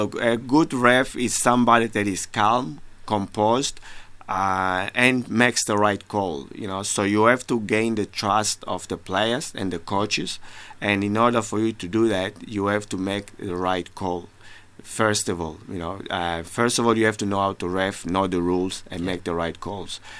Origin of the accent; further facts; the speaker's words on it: Angola; moved away; Growing up in Angola, the most played sport is soccer.